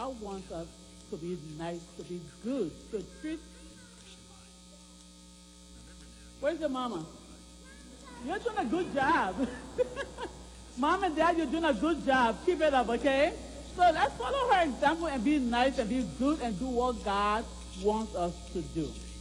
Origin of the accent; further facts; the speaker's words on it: Liberia; moved away; I grew up in Liberia. And that's way, way in West Africa. So I sound different.